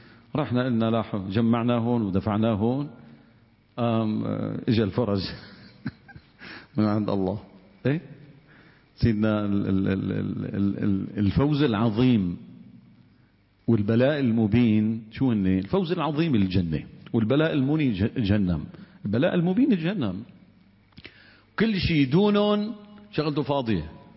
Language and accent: Arabic; Syria; قلت له والله انا اتيت من سوريا.